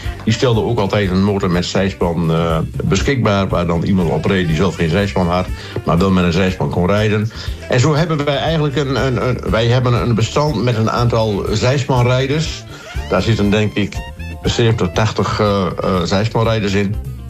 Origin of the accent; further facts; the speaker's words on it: Enter, Overijssel, Netherlands; En wij komen uit Enter, dus de Enterrun.